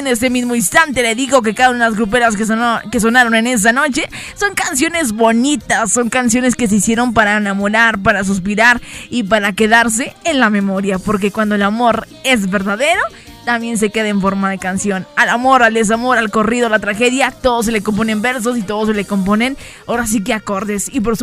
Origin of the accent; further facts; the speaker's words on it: Durango, Mexico; somos desde acá del norte